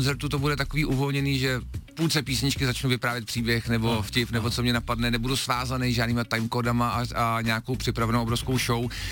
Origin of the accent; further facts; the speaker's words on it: Železná Ruda, Plzeň Region, Czechia; Železná ruda mimochodem moc hezký město, hrozně se dalo dohromady. Aha. A myslím, hodně lidí zajímá, odkud pocházím, kde jsem vyrost, už teď tam jako často za mnou jezdí fanoušci